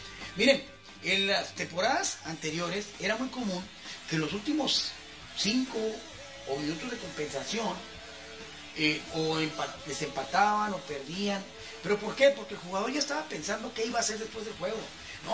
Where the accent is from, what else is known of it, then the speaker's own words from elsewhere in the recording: Baja California, Mexico; El licenciado Crispín, al igual que yo, somos oriundos de la Baja California.